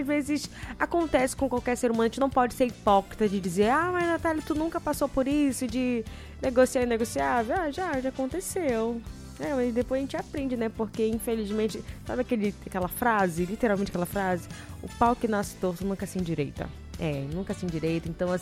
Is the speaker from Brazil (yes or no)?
yes; Pará, Brazil; a gente que é do estado do Pará